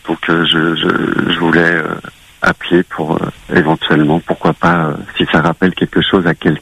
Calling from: France; J'appelle de France.

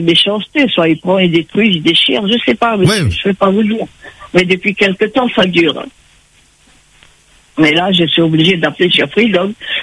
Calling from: Saint-Gilles-les-Bains, Réunion; Je suis à l'Hermitage Léo.

